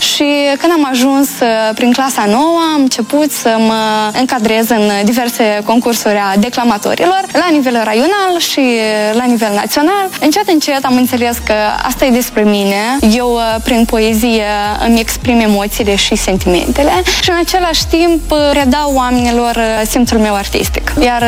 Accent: Țareuca, Rezina District, Moldova; Sunt originară din satul Țariuca, raionul Rezina

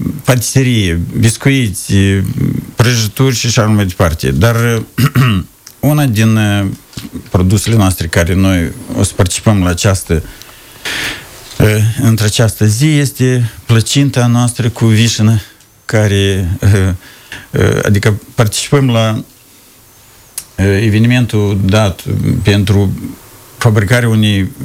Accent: Sculeni, Ungheni District, Moldova; satul Sculeni, satul meu natal de Baștină.

